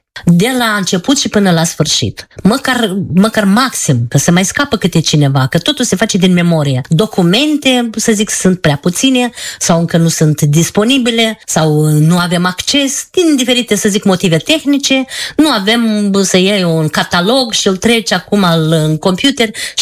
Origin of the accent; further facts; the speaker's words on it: Bravicea, Călărași District, Moldova; now in Cluj, Romania; dragostea față de satul meu, peste Bravicea.